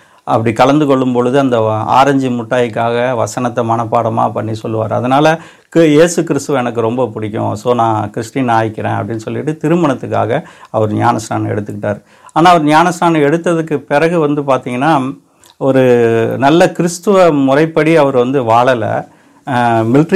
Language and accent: Tamil; India; born there; also born or lived in Pune / Lucknow; சத்தீஸ்கரில் ஜார்கண்டில் நான் பிறந்தேன்